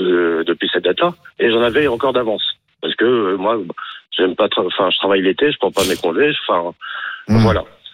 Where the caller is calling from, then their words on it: Caen, Normandy, France; je suis à Caen.